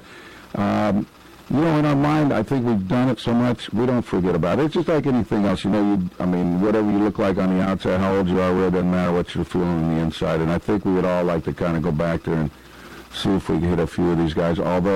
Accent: California, United States; Could have played first base for the Dodgers, my hometown team, and all that kind of stuff.

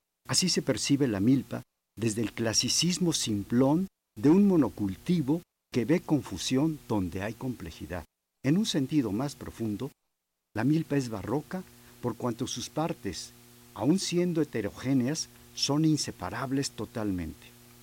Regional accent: Mexico; Digo milpa y también chinampa, porque soy mexicano

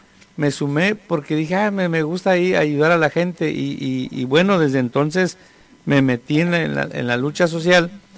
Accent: Hidalgo, Mexico; now in Tijuana, Mexico; Yo vengo del estado de Hidalgo, llegué aquí en el 88.

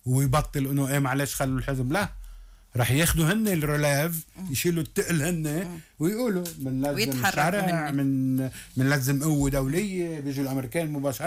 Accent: Lebanon; أنا ماني مضطر كلبناني

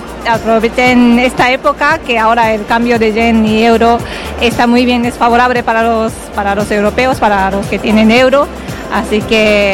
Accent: Osaka, Japan; Spanish is a second language; now in Spain; como soy de Osaka

